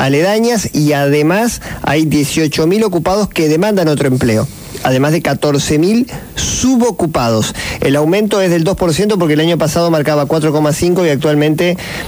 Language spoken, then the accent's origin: Spanish; Argentina